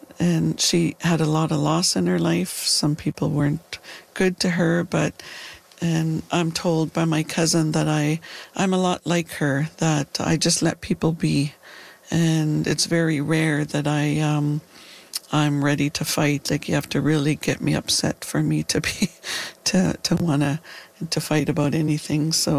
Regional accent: Dog Creek, British Columbia, Canada; my first years, I lived with my grandmother until I was 10. And then I went to live with my aunt, my mom's sister. But we lived in Khatlam. It's our Shohwetmuk or Shushwap word, and it means deep valley, and otherwise known as Dog Creek. And we didn't have electricity

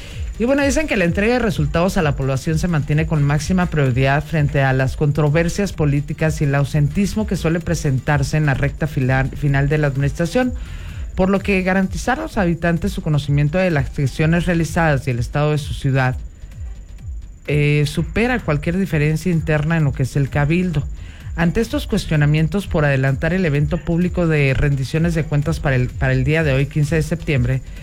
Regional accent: Mexico; yo soy 100% mexicana y me considero mexicana, así con el nopalito en la frente

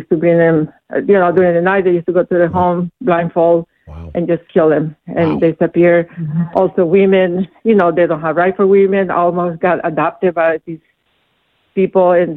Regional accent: El Salvador; moved away; I came from El Salvador in 1981 during the Civil War, and I was not involved. I was young at the time.

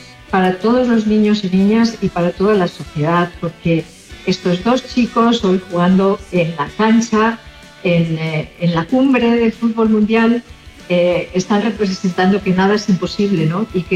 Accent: Spain; moved away; yo soy española y trabajé con UNICEF en España

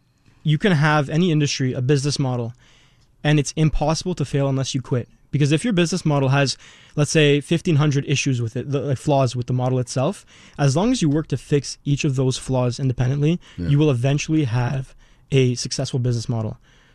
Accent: Montreal, Quebec, Canada; Yeah, so I was born here in Canada, in Montreal, in LaSalle. Grew up there

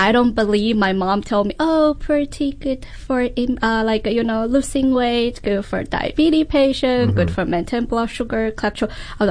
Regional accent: Yunnan, China; English is a second language; moved away as an adult; now in Massachusetts, United States; my hometown, Yunnan province

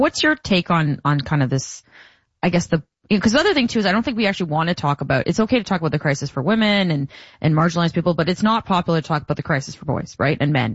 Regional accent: Amherstburg, Ontario, Canada; because of where I grew up in Amherstburg and all those things

